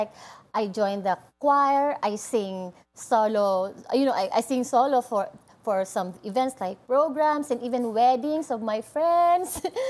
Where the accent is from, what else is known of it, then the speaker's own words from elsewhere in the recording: Puerto Princesa, Mimaropa, Philippines; I was born and been raised in Puerto Princesa, Palawan. I grew up there.